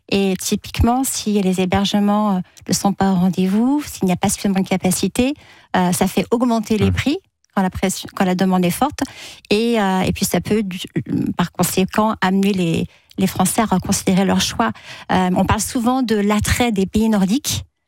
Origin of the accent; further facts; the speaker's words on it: Brittany, France; Mais certains Français sont partis, je suis bretonne, donc les Bretons ne m'en voudront pas.